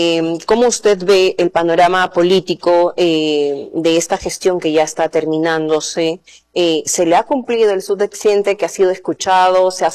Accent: Peru; nosotros como peruanos realmente nos quedamos completamente abandonados.

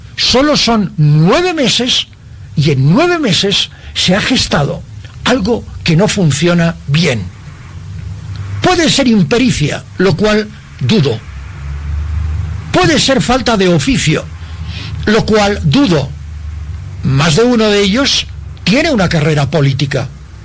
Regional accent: Bolivia; como ciudadano boliviano, como ciudadano de a pie

